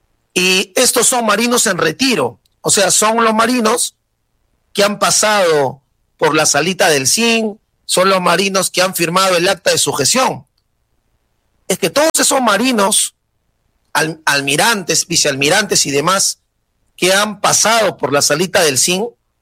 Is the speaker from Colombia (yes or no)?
no; Peru; nosotros que somos peruanos